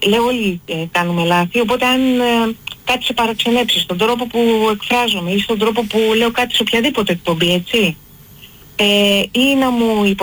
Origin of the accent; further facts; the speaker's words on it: Greece; θα νιώθω την Ελλάδα πατρίδα μου, θα συνήθω να την νιώθω το ίδιο.